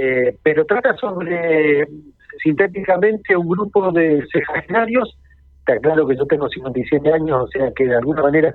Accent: Corrientes, Argentina; now in Resistencia, Argentina; De hecho, yo soy correntino.

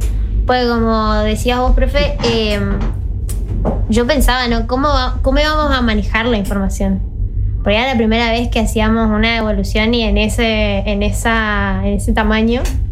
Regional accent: Resistencia, Chaco, Argentina; yo soy chaqueña, soy de Resistencia, no tengo idea de guaraní.

